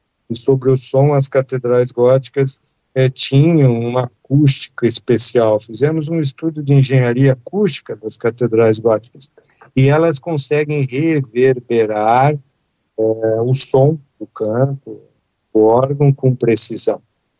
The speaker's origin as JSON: {"language": "Portuguese", "town": "Curitiba", "region": "Paraná", "country": "Brazil", "tie": "born there", "said": "Eu nasci em Curitiba, em Curitiba, lá na Praça Tiradentes, nós temos uma pequena catedral gótica"}